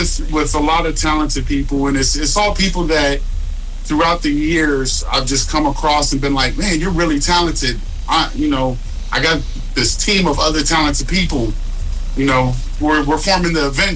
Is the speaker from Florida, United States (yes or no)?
no; Mansfield, Ohio, United States; Mansfield, Ohio, which is my hometown.